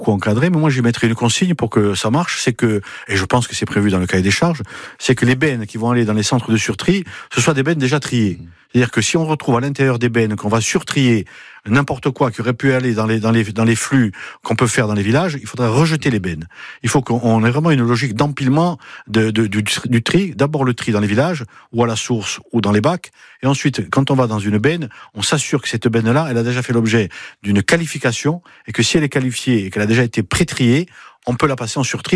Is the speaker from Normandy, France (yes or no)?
no; Corsica, France; chez nous en Haute-Corse